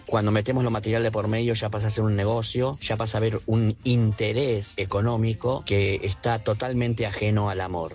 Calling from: José C. Paz, Buenos Aires Province, Argentina; de José C. Paz.

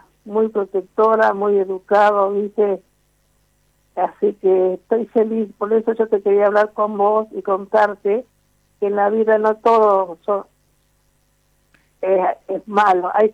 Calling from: Buenos Aires Province, Argentina; soy de la provincia de Buenos Aires

